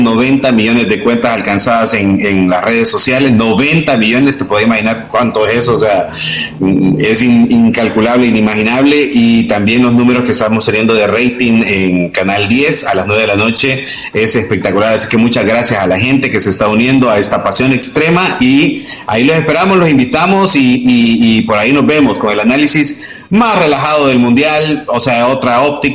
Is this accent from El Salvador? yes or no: yes; El Salvador; soy salvadoreño